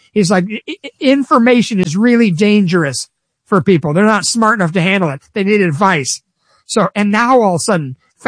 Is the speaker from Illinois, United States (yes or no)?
yes; Chicago, Illinois, United States; bring up the fact that I'm also from Chicago, Illinois?